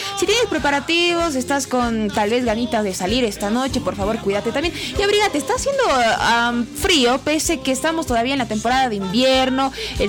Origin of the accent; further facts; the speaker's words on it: Bolivia; nosotros también como bolivianos